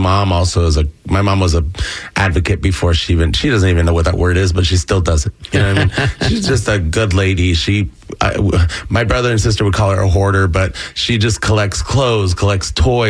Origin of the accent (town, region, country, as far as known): Sahuarita, Arizona, United States; born or raised there